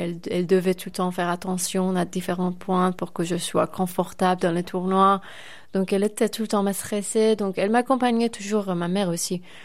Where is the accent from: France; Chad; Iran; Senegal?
Iran; French is a second language; Oui, ma première fois que je suis sortie de l'Iran, j'avais seulement 8 ans et demi. Mon premier voyage, c'était en Espagne. Déjà à l'aéroport, j'ai compris que en Iran, on vit complètement, nos vies sont différentes.